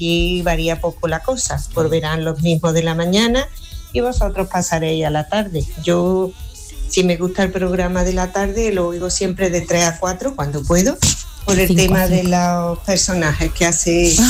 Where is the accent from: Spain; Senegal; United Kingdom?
Spain; Córdoba, Andalusia; Hola, buenos días. … de Córdoba.